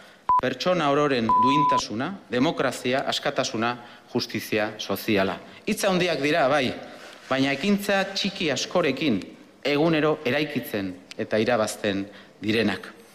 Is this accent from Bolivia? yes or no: no; Basque Country, Spain; Como vasco y demócrata